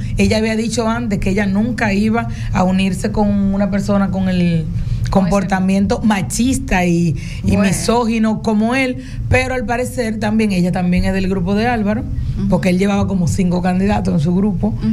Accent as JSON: {"language": "Spanish", "country": "Dominican Republic", "said": "don Hipólito habla como hablamos nosotros, los dominicanos y dominicanos"}